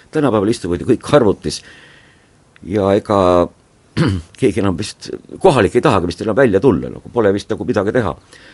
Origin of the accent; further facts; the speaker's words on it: Haapsalu, Lääne County, Estonia; Mina olen alati väga uhke selle üle, et olen Haapsalust ja just nimelt väike linnast.